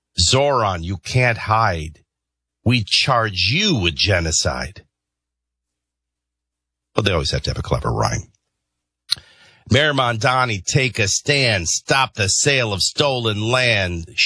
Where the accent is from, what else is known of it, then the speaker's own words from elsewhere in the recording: Chicago, Illinois, United States; Oh, I was saying I grew up in Chicago.